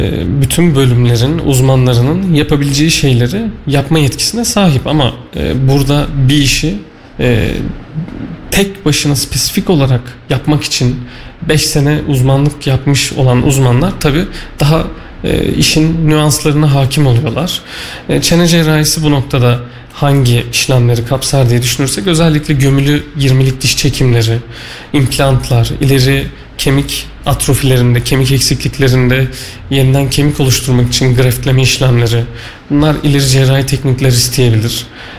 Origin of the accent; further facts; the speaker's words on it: Develi, Kayseri, Turkey; Kayserili, Develiliyim. Ailem de buralı, annem tarafımda, baba tarafımda Develili.